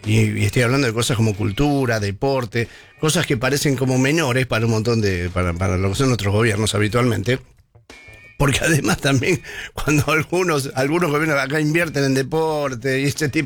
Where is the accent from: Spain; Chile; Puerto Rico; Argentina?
Argentina; Sí, no, como argentinos que somos, no debemos menos que hacernos una escapadita hasta Ámsterdam